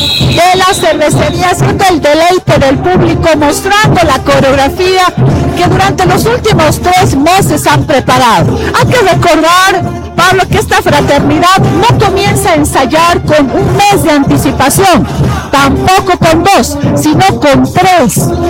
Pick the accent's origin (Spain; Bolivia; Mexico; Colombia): Bolivia